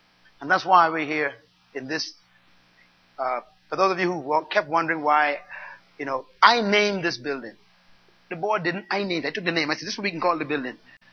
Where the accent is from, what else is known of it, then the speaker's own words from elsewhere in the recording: Bain Town, New Providence, Bahamas; born there; I was born in Baintown